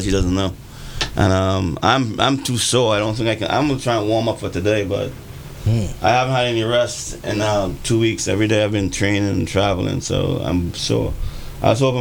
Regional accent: Antigua & Barbuda; moved away as an adult; now in Wilmington, United States; I'm based overseas in Philadelphia/Wilmington, Delaware. One of the problems that we had growing up in Antigua when I first went to Radio Zadik in 1978 is that the sports are not sponsored.

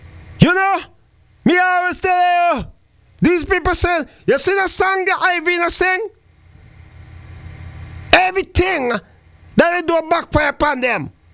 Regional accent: St. Kitts & Nevis; We have one of the, when it comes to inside my hometown, St. Kitts, Nevis, just around the corner, have more crime.

